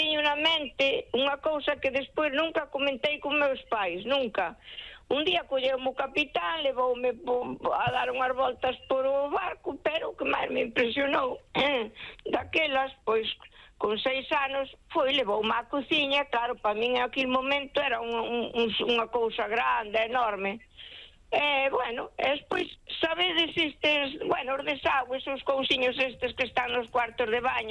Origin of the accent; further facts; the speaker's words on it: Buenos Aires, Argentina; now in Spain; Home, ao mellor estando en Bos Aires, ao mellor alguna vez nos acercamos, ao mellor máis ben había un río ali cerca da nosa casa.